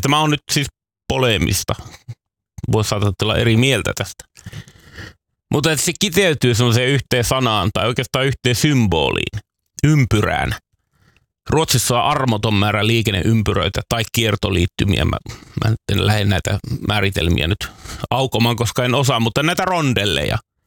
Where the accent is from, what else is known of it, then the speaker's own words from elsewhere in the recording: Northern Finland, Finland; Koska Pohjois-Suomessa, mistä mä oon kotoisin, niin siellä oli mun mielestä mun nuoruudessa vain yksi monikaistainen liikenneympyrä.